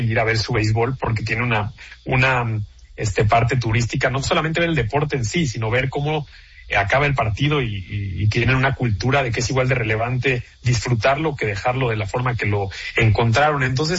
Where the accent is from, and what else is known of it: Mexico